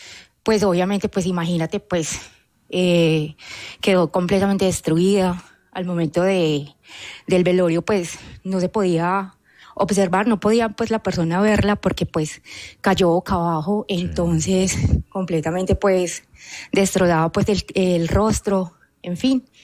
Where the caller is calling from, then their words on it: Pereira, Risaralda, Colombia; saludos desde aquí, desde Pereira.